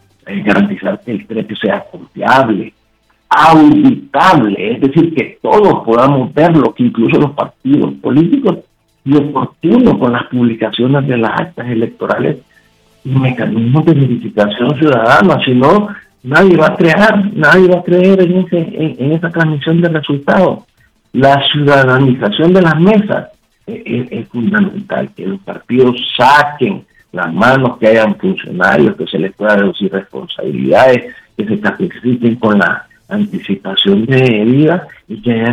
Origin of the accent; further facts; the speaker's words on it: Honduras; somos todos los hondureños